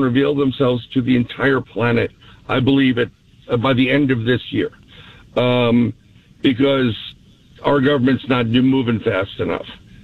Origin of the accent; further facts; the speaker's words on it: Bronx, New York, United States; I was born and raised in the Bronx.